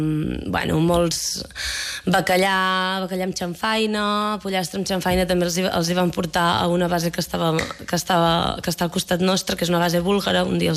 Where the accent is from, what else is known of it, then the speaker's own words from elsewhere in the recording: Catalonia, Spain; jo soc catalana